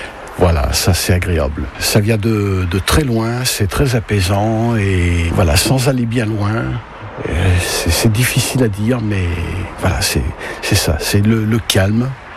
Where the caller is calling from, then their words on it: Saint-Sauveur-de-Montagut, Auvergne-Rhône-Alpes, France; je suis à Saint-Sauveur de Montagu